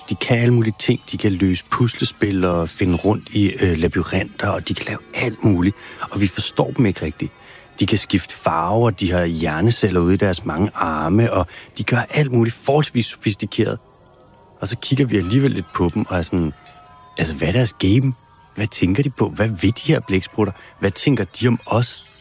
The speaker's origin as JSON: {"language": "Danish", "region": "Capital Region of Denmark", "country": "Denmark", "tie": "born or raised there", "said": "der, hvor jeg er vokset op, op i, helt op i Nordsjælland, altså op i nærheden af Gilleleje, der er det noget, som er tæt på. Der er havnekultur, der er, man går på stranden, man tog ned på havnen og købte torsk i gamle dage, eller for et par årtier siden"}